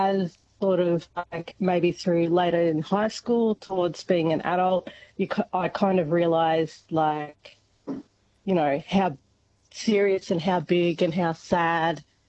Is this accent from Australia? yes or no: yes; Lakes Entrance, Victoria, Australia; I actually went to Lakes Entrance Primary, so I'm originally from Lakes Entrance.